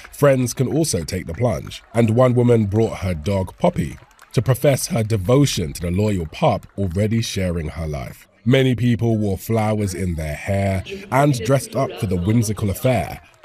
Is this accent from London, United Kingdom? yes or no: yes; Surbiton, London, United Kingdom; born or raised there; now in Atlanta, United States